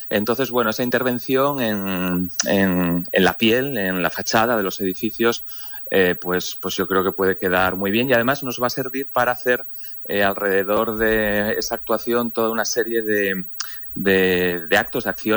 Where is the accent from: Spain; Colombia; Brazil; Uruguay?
Spain; Gijón, Asturias; yo al fin y al cabo soy de Gijón